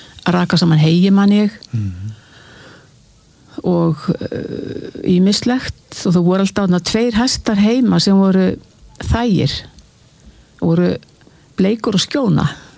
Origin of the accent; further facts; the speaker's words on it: Hvalfjörður, Western Region, Iceland; born there; Já, ég sem sagt fæðist á Kúldalsá í Hvalfirði.